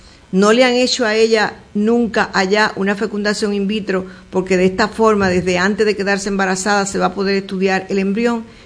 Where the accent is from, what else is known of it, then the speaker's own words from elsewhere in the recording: Dominican Republic; porque somos dominicanos